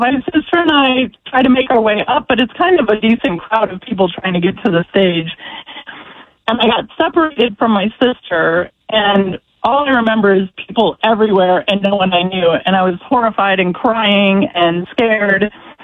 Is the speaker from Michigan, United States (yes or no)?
yes; Michigan, United States; So I'm originally from Michigan